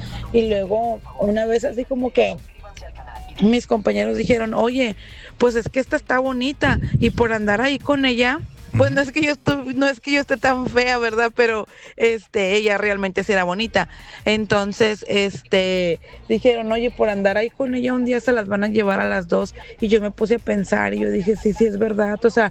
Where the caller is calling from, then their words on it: Reynosa, Tamaulipas, Mexico; Menciono que yo soy de Reynosa. Cuando iba en esa etapa, iba en el TEC, aquí en Reynosa, en la universidad.